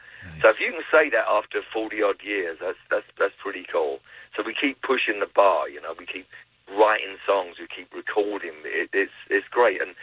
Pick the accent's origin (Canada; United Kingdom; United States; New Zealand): United Kingdom; London; I'm from London, so I grew up listening to the … and the … and the … and the …